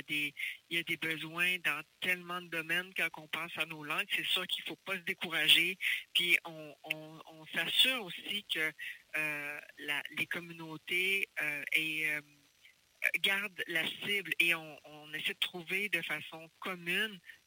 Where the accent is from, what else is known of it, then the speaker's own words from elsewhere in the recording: Mashteuiatsh, Quebec, Canada; Pour moi, je suis Innu de Mastouyat.